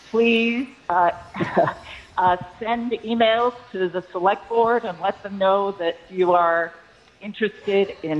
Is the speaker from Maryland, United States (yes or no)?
no; Brookline, Massachusetts, United States; I'm calling because I have lived in Brookline many years. I grew up in Brookline.